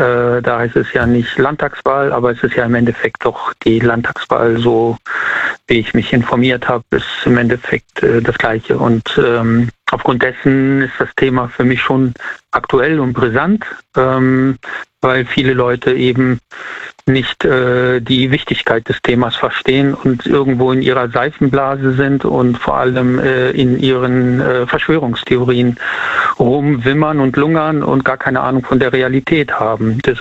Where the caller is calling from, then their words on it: Siegburg, North Rhine-Westphalia, Germany; Ich komme aus Siegburg.